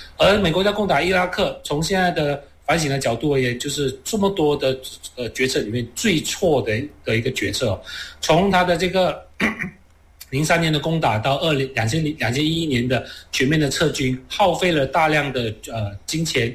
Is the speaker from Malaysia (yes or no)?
yes; Malaysia; 从我们马来西亚人的了解的语境